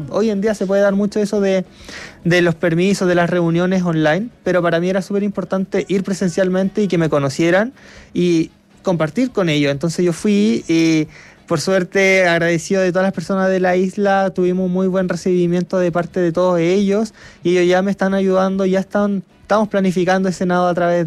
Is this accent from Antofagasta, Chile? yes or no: yes; Antofagasta, Chile; Como soy de Antofagasta, siempre hemos estado en el mar